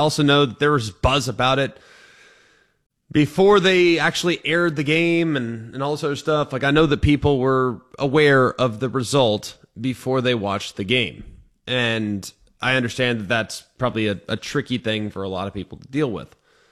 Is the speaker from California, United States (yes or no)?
no; Texas, United States; now in Alabama, United States; Remember, I'm from Texas.